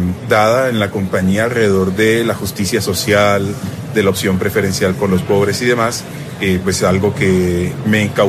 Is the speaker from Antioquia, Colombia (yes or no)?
no; Barranquilla, Atlántico, Colombia; born there; Yo soy egresado del Colegio San José de Barranquilla y egresado de Filosofía de la Javeriana.